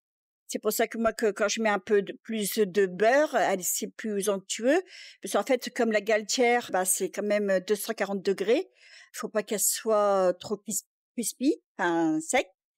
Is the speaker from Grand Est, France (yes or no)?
no; Valenciennes, Hauts-de-France, France; moved away as an adult; also born or lived in Nice; now in Mapleton, Australia; Moi, d'origine, je suis du Nord, de Valenciennes, et j'ai habité à peu près 20 ans sur la Côte d'Azur, à Nice, avec mes parents. Et j'ai déménagé en Australie il y a à peu près 22 ans.